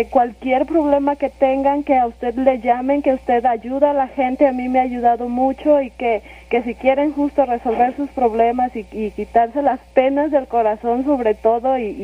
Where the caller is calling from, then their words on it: Chicago, Illinois, United States; Yo le llamo de Chicago.